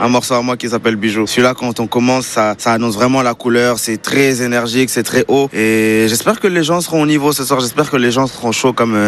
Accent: Kinshasa, DR Congo; now in Sevran, France; Comme je le dis souvent, en tant que Congolais, bah, on est avec cette passion pour la musique ou pour le foot. Bah, moi c'est la musique que j'ai choisie. Et je suis arrivé de Kinshasa, j'ai habité à Sevran.

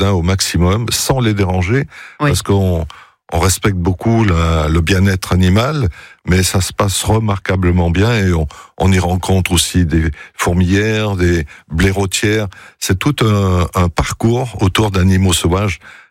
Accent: France; on a atterri dans le village de Vézeron-Scurtin, qui se trouve, c'est mon village natal.

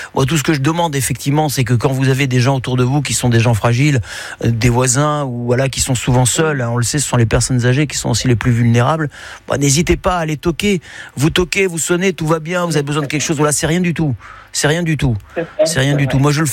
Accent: Menton, Provence-Alpes-Côte d'Azur, France; moi je suis de Menton, j'habitais donc Menton et à l'avenue Thiers de Menton

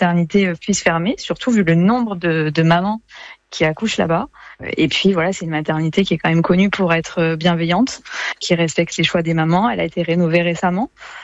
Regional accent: Nice, Provence-Alpes-Côte d'Azur, France; Bah, j'étais très surprise parce que je suis originaire de Nice.

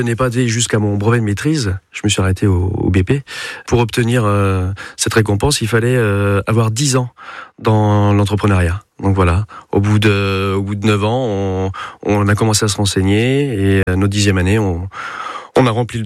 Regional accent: Périgné, Nouvelle-Aquitaine, France; Moi, je suis un enfant du pays. Je suis né, enfin, mes parents habitaient Périgné. Voilà, j'ai passé toute mon enfance à Périgné.

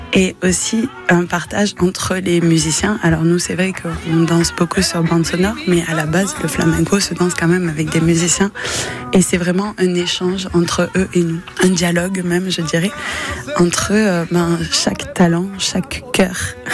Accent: Nîmes, Occitanie, France; ici chez nous à Nîmes

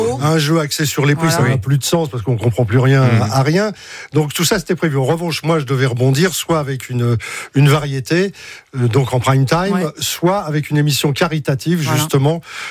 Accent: Paris, Île-de-France, France; Parce que moi, je suis un parigot.

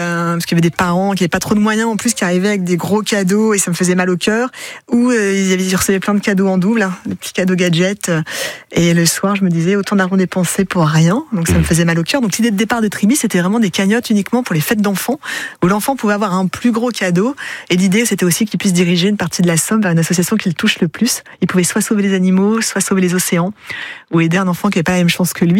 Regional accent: Hauts-de-France, France; parce que je suis originaire du Nord, mais j'étais faire ma dernière année, mes premiers postes à Paris. Je suis revenue

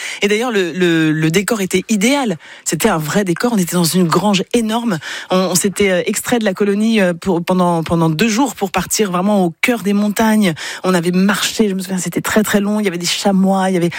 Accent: France; born there; also born or lived in Le Creusot, Burgundy; quand j'arrive à Sarenfel, enfant, on vit dans une maison, avec un grand jardin. Mes parents sont locataires de cette maison. Ouais. On a des voisins au-dessus, on habite au rez-de-chaussée.

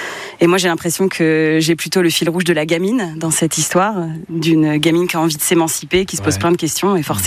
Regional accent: Pays de la Loire, France; Moi, je viens de Vendée.

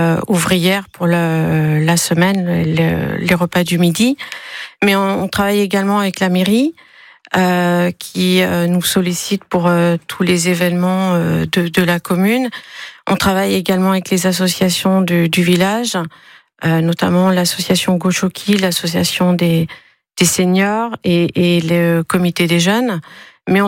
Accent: Saint-Malo, Brittany, France; moved away as an adult; now in Arbouet-Sussaute, France; nous venons effectivement de Saint-Malo, en Bretagne. On est arrivé dans le Pays Basque en 2021. On venait dans la région en vacances, on a eu le coup de cœur pour la région.

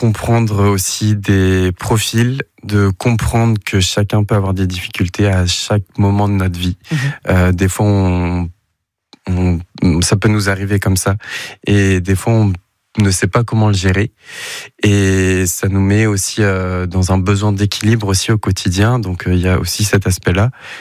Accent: Brittany, France; moved away as an adult; also born or lived in Beauvais; now in Lesneven, France; Breton pur beurre qui a voyagé, comme beaucoup. J'ai fait mes études au lycée à Cornouailles

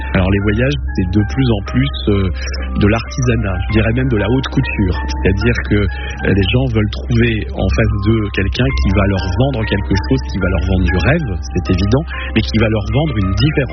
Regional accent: Douai, Hauts-de-France, France; now in Lille, France; Donc dans ma ville natale de Douai, parce que je suis douaisien, je suis un enfant de Gaillon, comme on dit, et je suis arrivé ensuite à Lille il y a déjà presque 25 ans.

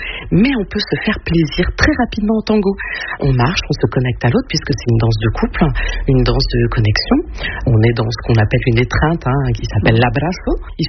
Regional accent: Cormelles-le-Royal, Normandy, France; puisque je suis arrivée, j'avais 7 ans, j'en ai 55 maintenant. Donc, je peux dire que je suis l'enfant de Cormal-le-Royal.

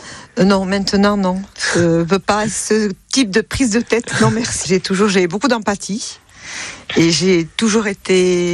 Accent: Buzy, Nouvelle-Aquitaine, France; je vis sur la Reims depuis le mois de mai. Après, je connais évidemment bien la vallée, puisqu'en étant natif de Buzy

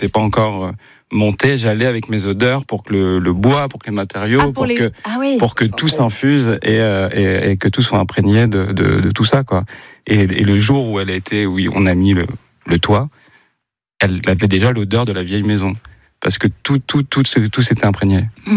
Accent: Boulogne-sur-Mer, Hauts-de-France, France; Et un jour, il y a eu un tournage qui s'est fait là d'où je viens, de Boulogne-sur-Mer

